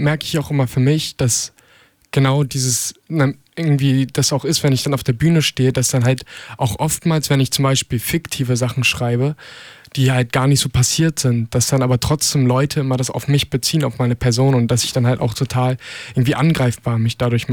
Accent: Lübeck, Schleswig-Holstein, Germany; bin 20 Jahre alt, werde jetzt in 9 Tagen 21 und komme eigentlich aus Lübeck. Und pende jetzt aber ganz viel zwischen Hamburg und Lübeck

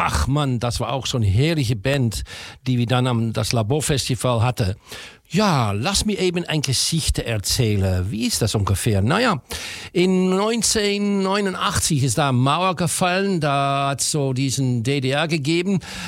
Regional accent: Netherlands; German is a second language; Weil der Punkt ist, du sprichst als Holländer doch lustig Deutsch für uns.

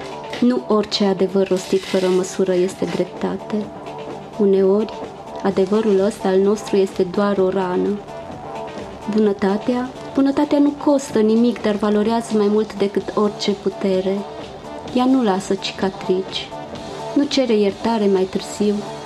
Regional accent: Maramureș County, Romania; accent: Maramureș; moved away; vin de la Maramureș și am un pic accentul de Maramureș care nu a dispărut de tot.

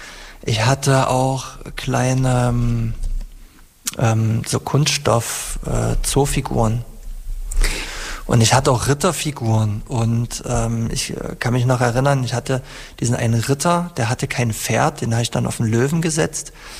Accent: Germany; mit meinen eigenen persönlichen Erinnerungen an meine Kindheit in der DDR und an meine Jugend im wiedervereinigten Deutschland.

